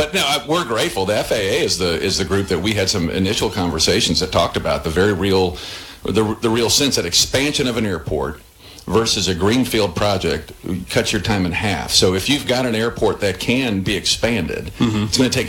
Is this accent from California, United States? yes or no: no; Mississippi, United States; now in Oxford, United States; Like, I grew up on the Gulf Coast